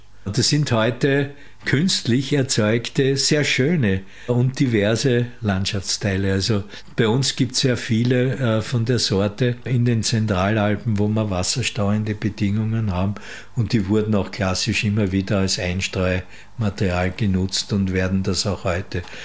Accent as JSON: {"language": "German", "region": "western Austria", "country": "Austria", "said": "bei uns in Westösterreich bis Salzburg hinein eine Streuwiesenkultur entwickelt"}